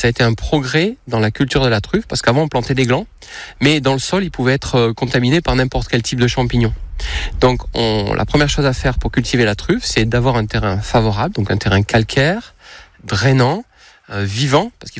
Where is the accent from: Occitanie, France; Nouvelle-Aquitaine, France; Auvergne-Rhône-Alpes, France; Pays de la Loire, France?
Nouvelle-Aquitaine, France; now in Nespouls, France; je suis originaire du Périgord, et mes grands-parents, mes arrière-grands-parents avaient des fermes en Périgord